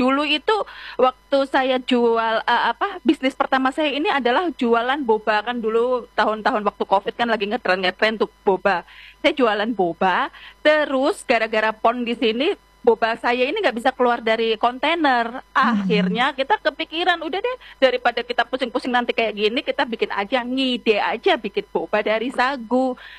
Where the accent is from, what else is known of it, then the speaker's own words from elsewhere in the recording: Yogyakarta, Special Region of Yogyakarta, Indonesia; moved away as an adult; now in Jayapura, Indonesia; saya lahir besar di Jogja, lalu lulus kuliah, langsung merantau ke Papua, jadi saya sudah 15 tahun ini di Jayapura.